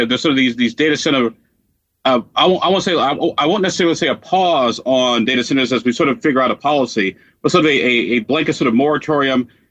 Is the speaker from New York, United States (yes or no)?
no; Illinois, United States; born there; now in Indiana, United States; my home state of Illinois